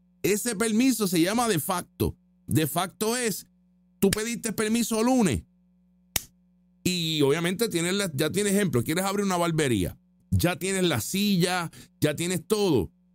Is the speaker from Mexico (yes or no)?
no; Puerto Rico; porque nosotros también somos estadounidenses, somos puertorriqueños americanos.